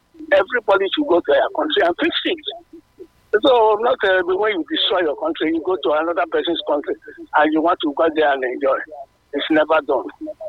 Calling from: Nigeria; calling from Rama Park.

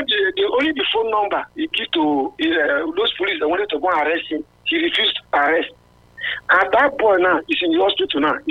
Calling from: Idokpa, Nigeria; I'm calling from Idokpa community.

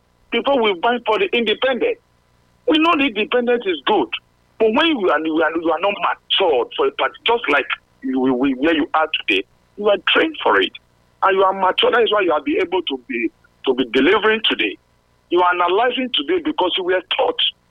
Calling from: Benin City, Edo, Nigeria; I'm calling from Benin.

